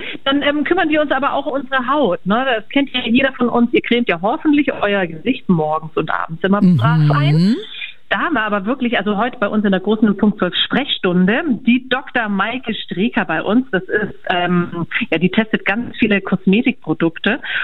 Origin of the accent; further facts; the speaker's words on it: Bavaria, Germany; now in Cologne, Germany; Ja, vor allem, ich komme ja auch aus Bayern, aber irgendjemand muss natürlich die Stellung halten in Köln